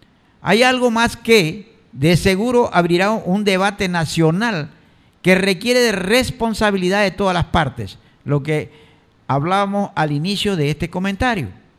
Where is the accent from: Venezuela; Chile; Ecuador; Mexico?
Ecuador